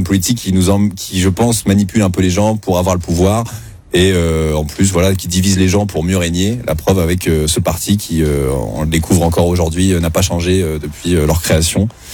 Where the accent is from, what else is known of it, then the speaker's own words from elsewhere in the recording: Normandy, France; Moi, je viens de la Normandie profonde.